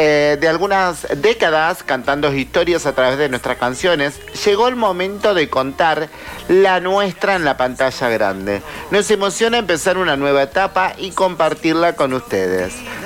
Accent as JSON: {"language": "Spanish", "country": "Argentina", "said": "a los argentinos nos va... apelar a todos."}